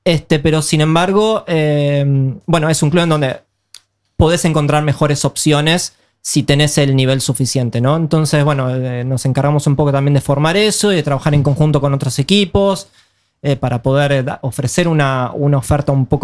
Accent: Argentina; moved away as an adult; now in Oslo, Norway; Bueno, argentino, que vivo en Noruega hace 5 años ya y trabajo como entrenador de fútbol en un club del oeste de Oslo, que se llama Ullern.

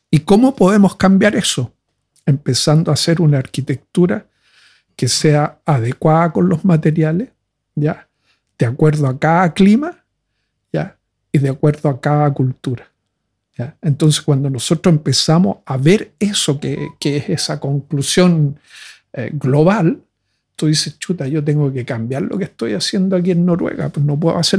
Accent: Chile; Primero, yo vengo de Chile, ¿ya? Y en Chile nosotros tenemos dos grandes límites.

